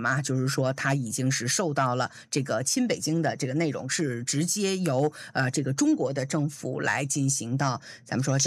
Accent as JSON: {"language": "Chinese", "country": "New Zealand"}